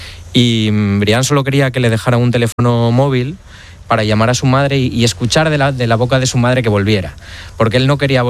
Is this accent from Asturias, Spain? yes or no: yes; Oviedo, Asturias, Spain; moved away as an adult; now in Ceuta, Spain; Yo soy de Oviedo, efectivamente.